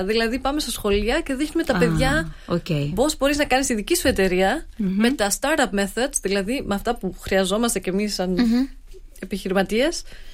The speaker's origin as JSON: {"language": "Greek", "town": "Stuttgart", "region": "Baden-Württemberg", "country": "Germany", "lives_now": "Berlin, Germany", "said": "Ναι, αυτό δεν υπάρχει πουθενά αλλού εκτός από τη Στουτκάρδη, γιατί έρχομαι από τη Στουτκάρδη."}